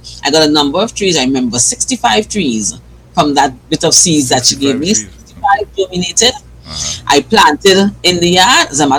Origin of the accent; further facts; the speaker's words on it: Diego Martin, Trinidad & Tobago; I hail from Diego Martin.